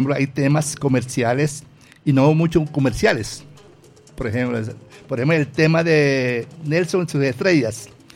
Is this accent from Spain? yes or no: no; Barranquilla, Atlántico, Colombia; De Barranquilla, Curramba la Bella